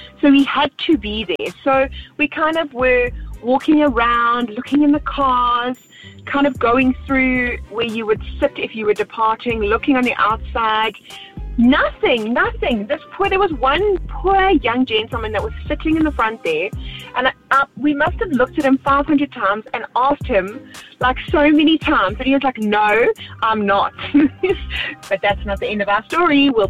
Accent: Durban, KwaZulu-Natal, South Africa; from Durban

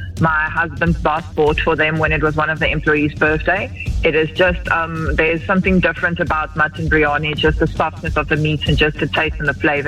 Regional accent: Durban, KwaZulu-Natal, South Africa; I'm from Bluff in Durban, and I'm very excited to play Darren Mull's Quick Quiz this morning.

